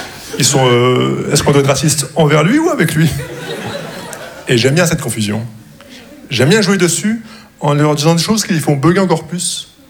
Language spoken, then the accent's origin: French; Casablanca, Casablanca-Settat, Morocco; Je viens de Casablanca et je parle comme si je vena